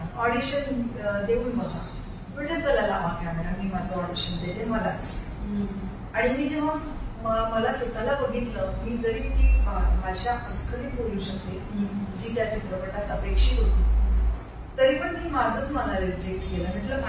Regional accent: Wardha, Maharashtra, India; also born or lived in Nagpur / Amravati; मी जन्म नागपूरचा, मग नंतर वर्धेला काही वर्ष माझं शिक्षण झालं, मग तिथनं अमरावतीला आलो.

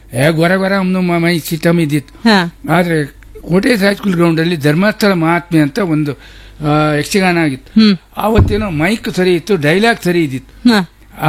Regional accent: Kundapur, Karnataka, India; ಈ ನೆಲ ನಮ್ಮ ಹುಟ್ಟೂರು ಕುಂದಾಪುರ.

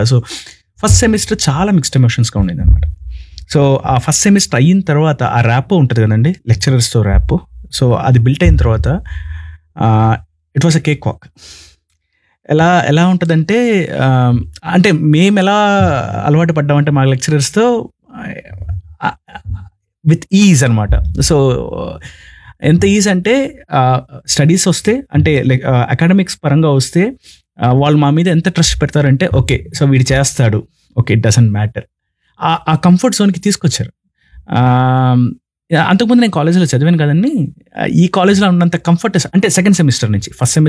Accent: Rapur, Andhra Pradesh, India; first language Tamil; also born or lived in Nellore; So నేను పుట్టి పెరిగిందంతా నెల్లూరు జిల్లా రాపూర్ అనే ఒక గ్రామంలో. సో నా స్టడీస్ అక్కడే అయ్యింది 10th వరకు, గుడ్చప్పటి ఇంగ్లీష్ మీడియం హై స్కూల్ అనే ఒక స్కూల్లో, చిన్న స్కూల్ అండి.

